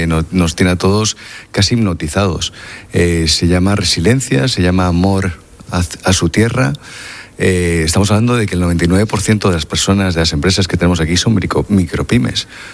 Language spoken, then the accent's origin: Spanish; Community of Madrid, Spain; now in Ceuta, Spain